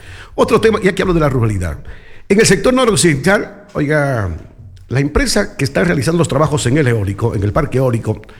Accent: Chuquiribamba, Loja, Ecuador; mi parroquia Chucuribam. Yo a mi pueblo la defiendo

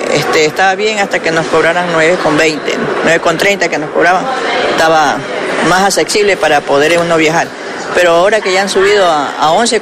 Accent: Guayaquil, Guayas, Ecuador; No, yo soy de Guayaquil, pero estoy viviendo aquí.

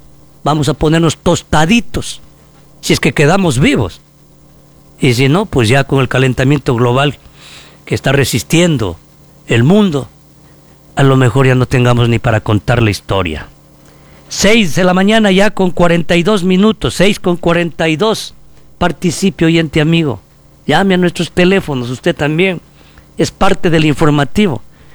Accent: Ecuador; hay que cumplirlas como ecuatorianos

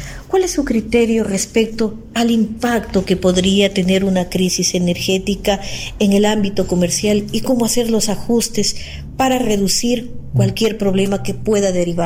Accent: Ecuador; los ecuatorianos

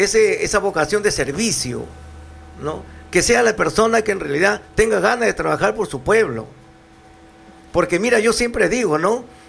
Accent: Túcume, Lambayeque, Peru; mi pueblo de Túcume.

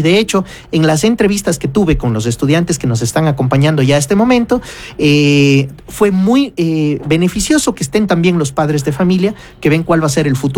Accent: Ecuador

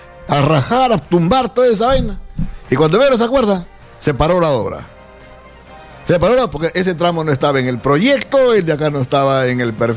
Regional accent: Peru; en el Perú vivimos

